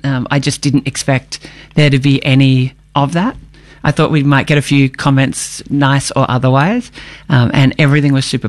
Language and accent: English; Melbourne, Victoria, Australia; I grew up in Melbourne, yeah, and I am 48. So I have had quite some time finding my way to who I am. But always been in Melbourne.